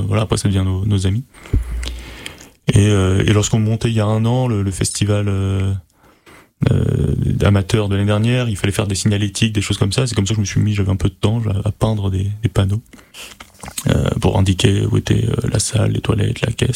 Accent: Paris, Île-de-France, France; moved away; je viens de Paris à la base.

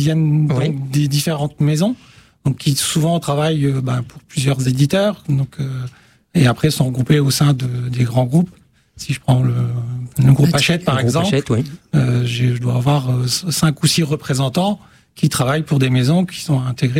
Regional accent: Occitanie, France; moved away; je ne suis pas originaire de la région. Je suis originaire du PO

